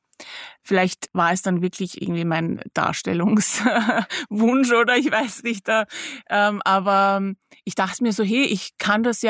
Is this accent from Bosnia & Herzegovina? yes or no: yes; Bosnia & Herzegovina; meine Eltern immer versucht haben, mir meine Heimat so durch Geschichte näher zu bringen. Nicht nur durch Kriege, sondern eben auch Geschichte, die noch viel älter ist, bosnisches Mittelalter, Könige und Königinnen